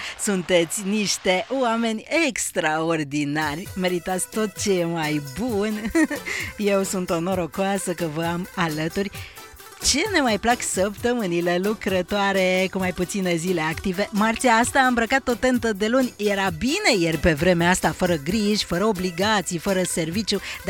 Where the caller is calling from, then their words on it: Codlea, Brașov County, Romania; Bună, Claudița … din Codlea, din Brașov, și vreau să-ți urez ție, ascultătorilor de Super FM